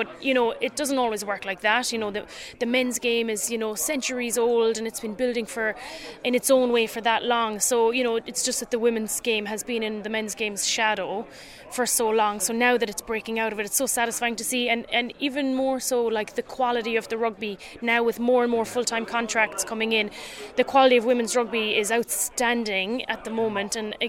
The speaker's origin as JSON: {"language": "English", "town": "Cork", "region": "Munster", "country": "Ireland", "tie": "born or raised there", "said": "also I'm from Cork in Ireland, and Munster was a big club for me when I was growing up"}